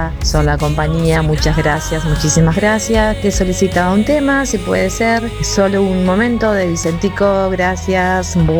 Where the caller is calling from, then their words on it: Paysandú, Uruguay; soy de Paysandú, lloviendo torrencialmente por acá.